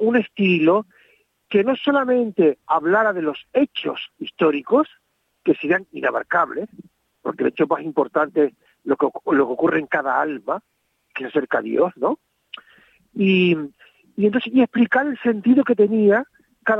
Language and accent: Spanish; Santa Cruz de Tenerife, Canary Islands, Spain; Yo soy de aquí de Santa Cruz, de Tenerife, y estudiaba primero de BUP, tenía 14 años